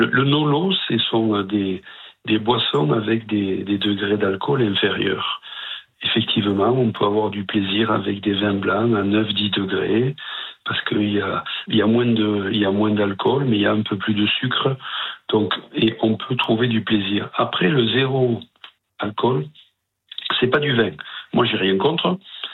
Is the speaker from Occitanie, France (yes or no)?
yes; Occitanie, France; moi je suis originaire des Corbières